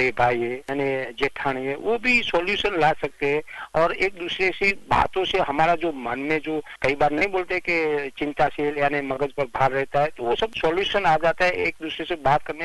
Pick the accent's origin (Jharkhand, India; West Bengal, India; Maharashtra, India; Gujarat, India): Gujarat, India; Patan district; born there; now in Ahmedabad, India; मैं रहता हूँ अहमदाबाद और मेरा गांव का नाम है डेर, तहसील जिला पाटन।